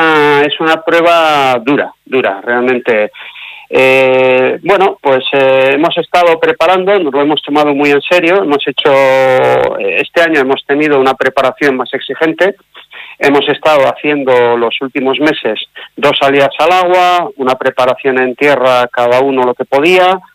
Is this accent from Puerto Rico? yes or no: no; Spain; Somos los únicos españoles que vamos.